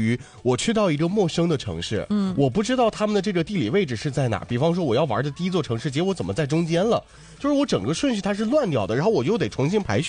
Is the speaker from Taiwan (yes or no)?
no; Dalian, Liaoning, China; 因为从小生活在开发区，其实对市里没有那么的了解